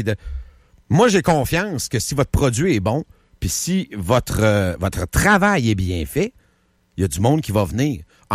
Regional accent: Quebec, Canada; je viens d'une région du Québec.

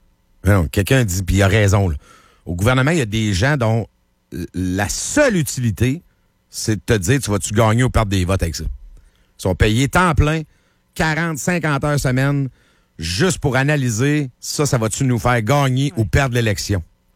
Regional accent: Quebec, Canada; Tu vois bien, on est des Québécois, puis on vote tout pour, nous autres.

